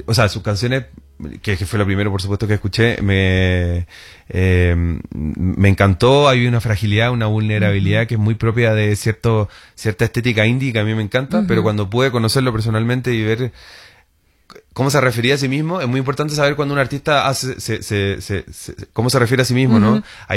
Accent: Santiago, Santiago Metropolitan Region, Chile; Entonces yo siempre tendría que decir, o lo más probable es que diga vengo de Santiago de Chile.

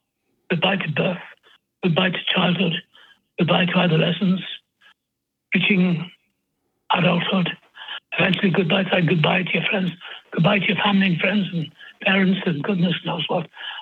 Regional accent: Wales, United Kingdom; now in United States; I'm Welsh, and that's it.

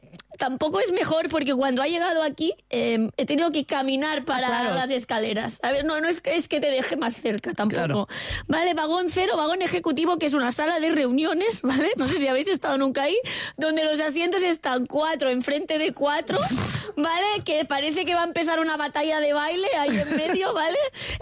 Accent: Catalonia, Spain; Sabemos que soy catalana.

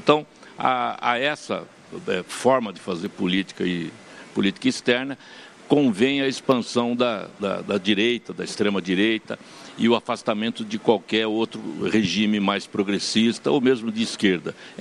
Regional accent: Brazil; Eu, como brasileiro, me sinto sempre muito ofendido quando alguém fala mal do Brasil

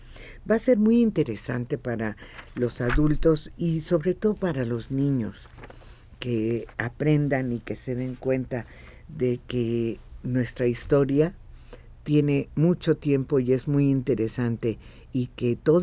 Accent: Mexico; lo que nos ha conformado nuestras raíces como mexicanos.

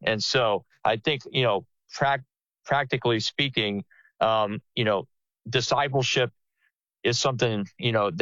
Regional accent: Houston, Texas, United States; And that goes back to growing up on the Houston North Side as the son of my dad, who was a coach himself, and his dad was a coach, and very involved in the community

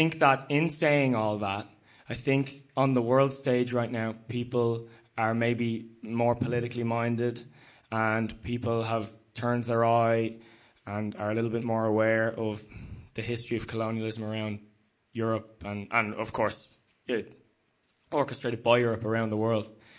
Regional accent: Ireland; I say that with a complete appreciation of Irish music. I am Irish, but I think that maybe that's why people have been so quick to take it up, you know?

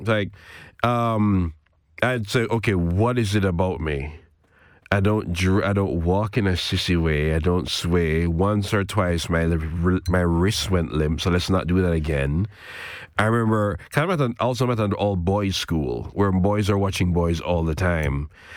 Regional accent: Portmore, Saint Catherine, Jamaica; also born or lived in Kingston; Wow, I was Kingston adjacent, actually. I was in a suburb called Portmore.

